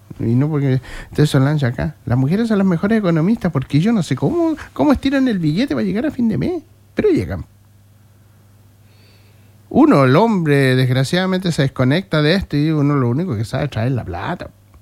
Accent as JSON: {"language": "Spanish", "country": "Chile"}